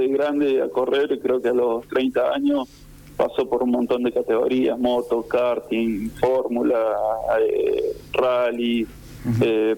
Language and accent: Spanish; Las Varillas, Córdoba, Argentina; se siente el apoyo de mi pueblo, de las varillas.